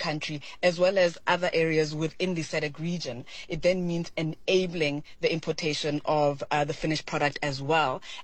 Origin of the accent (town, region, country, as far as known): South Africa